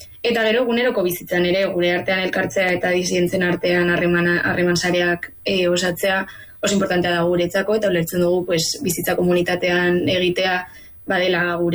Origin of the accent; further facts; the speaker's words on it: Navarre, Spain; Tafallaldekoa gara